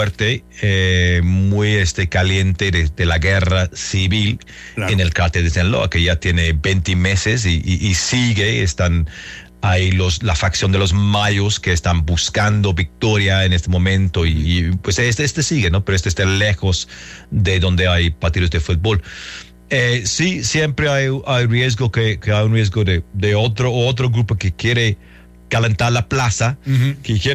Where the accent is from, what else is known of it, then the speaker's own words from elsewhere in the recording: England, United Kingdom; Yo, como soy de Inglaterra